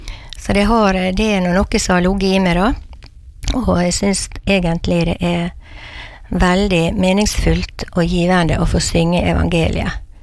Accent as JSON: {"language": "Norwegian", "town": "Brattvåg", "region": "Møre og Romsdal", "country": "Norway", "tie": "born or raised there", "lives_now": "Ellingsøya, Norway", "said": "Og egentlig så jeg fra Brattvåg, der jeg vokste opp."}